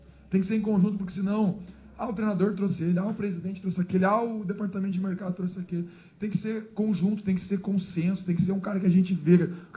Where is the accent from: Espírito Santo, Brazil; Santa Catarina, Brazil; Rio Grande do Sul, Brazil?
Rio Grande do Sul, Brazil; now in Goiânia, Brazil; Eu fico em Chapecó. Eu não vou para Goiânia, eu não vou para o Rio Grande do Sul, de onde eu sou.